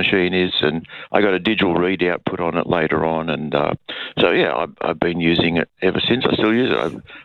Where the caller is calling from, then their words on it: Sydney, New South Wales, Australia; I'm calling from Toongabby in Sydney.